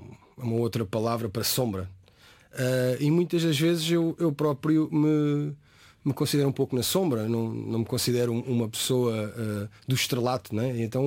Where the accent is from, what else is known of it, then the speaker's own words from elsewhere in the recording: Torres Vedras, Lisbon, Portugal; born there; em Torres Vedras, na cidade onde eu vivo, onde eu nasci